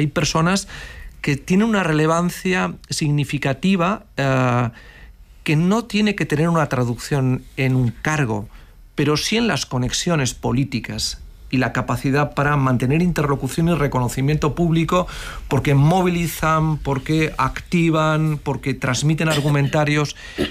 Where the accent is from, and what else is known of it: Cantabria, Spain